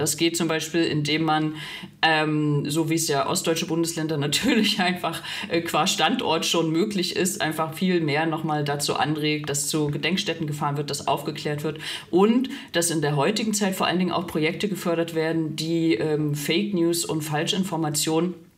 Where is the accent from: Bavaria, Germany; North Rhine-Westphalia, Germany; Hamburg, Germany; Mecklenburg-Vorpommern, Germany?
Mecklenburg-Vorpommern, Germany; Rostock; ich bin in Rostock groß geworden